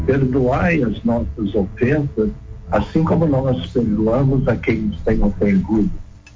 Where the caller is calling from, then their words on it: Campo Grande, Mato Grosso do Sul, Brazil; Eu estou falando de Campo Grande, Mato Grosso do Sul.